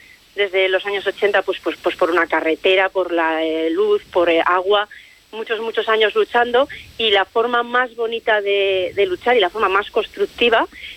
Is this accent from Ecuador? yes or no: no; Cervera del Río Alhama, La Rioja, Spain; los que somos de Cervera